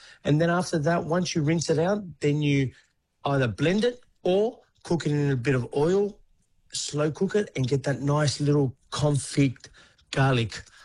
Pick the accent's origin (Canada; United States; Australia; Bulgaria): Australia; Fairfield, New South Wales; also born or lived in Newcastle; like I grew up in Fairfield area, then move on to Newcastle.